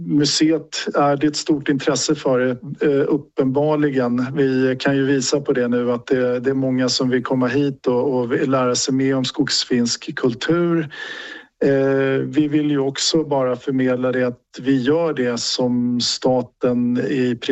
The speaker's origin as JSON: {"language": "Swedish", "country": "Sweden", "tie": "born or raised there", "said": "Men jag är då uppväxt i Sverige med den bakgrunden och det är ju en minoritet i Sverige"}